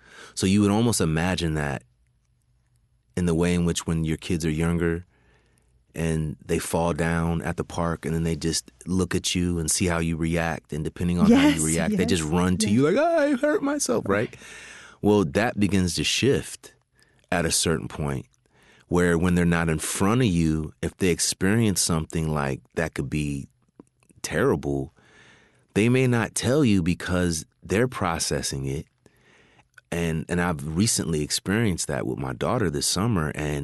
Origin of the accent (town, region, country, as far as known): California, United States; born or raised there